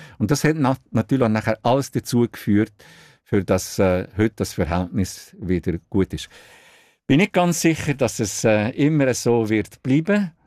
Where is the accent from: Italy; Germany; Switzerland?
Switzerland; Also das Journalistische ist in Italien in diesem Fall ganz anders als bei uns in der Schweiz.